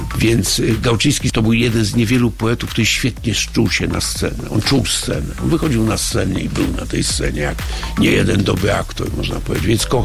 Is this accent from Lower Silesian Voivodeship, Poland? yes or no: no; Sopot, Pomeranian Voivodeship, Poland; Ponieważ jestem z Sopotu, to bardzo chciałem, żeby tu istniała scena. Z tęsknoty za operą leśną w Sopocie.